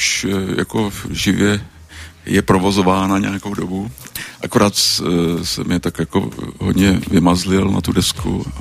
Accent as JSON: {"language": "Czech", "town": "Plzeň", "region": "Plzeň Region", "country": "Czechia", "said": "Jako v Praze to moc patrno není, ale já jsem třeba z Plzně, tak tam jako najdeme nějaký jako lidový soubory."}